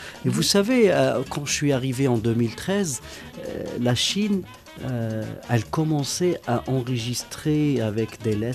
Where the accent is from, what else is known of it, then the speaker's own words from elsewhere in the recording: Algeria; Vous savez, en tant qu'Algérien, j'ai eu la chance d'avoir... ces cultures, ce mix de cultures arabes, méditerranéens, africains